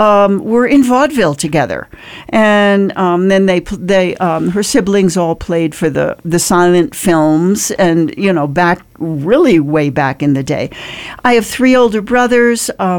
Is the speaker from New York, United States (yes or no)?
yes; New York, United States; Well, I was born in New York City. I grew up actually outside of the city, but I grew up in a musical family. I was born in the early 50s.